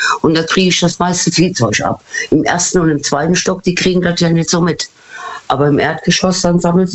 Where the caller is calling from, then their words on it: Rhineland-Palatinate, Germany; Aus dem Westerwald.